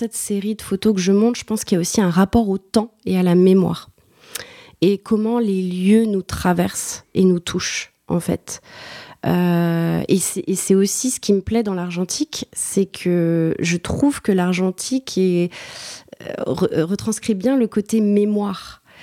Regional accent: Centre-Val de Loire, France; moved away; Je viens du Val-de-Loire

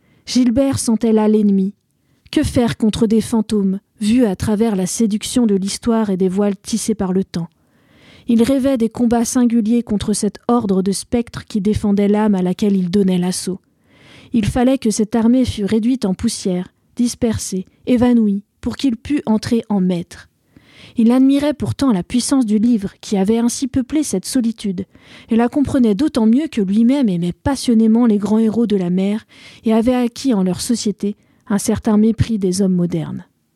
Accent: Lorient, Brittany, France; chez moi à Lorient.

